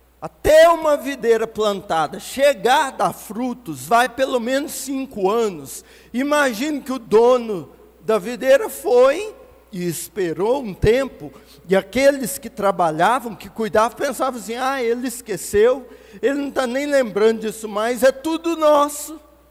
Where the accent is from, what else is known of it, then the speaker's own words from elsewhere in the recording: Itaúna, Minas Gerais, Brazil; Hoje eu ando lá em Itaúna, onde nasci